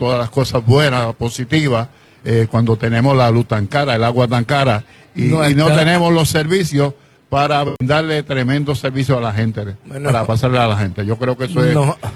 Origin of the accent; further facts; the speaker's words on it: Puerto Rico; lo siento como puertorriqueño